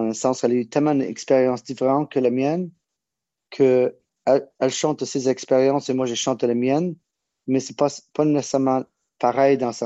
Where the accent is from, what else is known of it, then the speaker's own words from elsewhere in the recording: Canada; also born or lived in California; j'étais grandi à Canada.